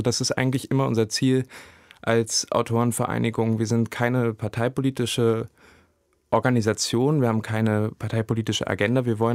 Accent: Saxony-Anhalt, Germany; Ich komme aus Sachsen-Anhalt

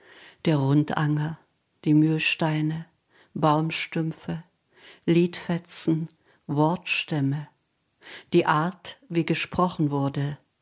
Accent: Saxony, Germany; was ganz natürlich war im Verbund unserer Dörfer, unserer Gegend, wo ich aufgewachsen bin. die Studentenwallfahrten nach Rosenthal gehörten zum Leben dazu

